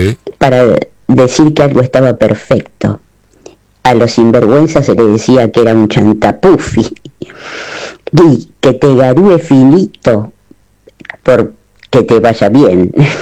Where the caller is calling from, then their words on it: Buenos Aires, Argentina; de Flores.